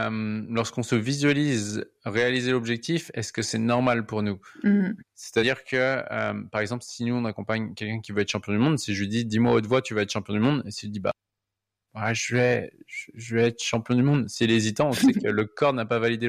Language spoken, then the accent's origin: French; France; Et donc, chez nous, en France, on est plus en train d'attendre que l'État va nous soutenir